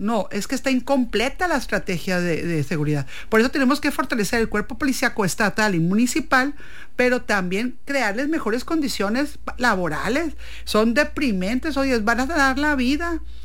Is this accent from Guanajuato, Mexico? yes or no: no; Sinaloa, Mexico; porque somos los sinaloenses muy bendecidos.